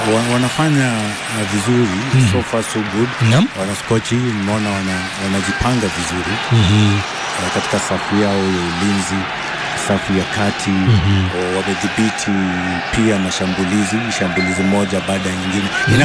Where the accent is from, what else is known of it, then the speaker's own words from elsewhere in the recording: Kenya; Mimi ni Mkenya halisi.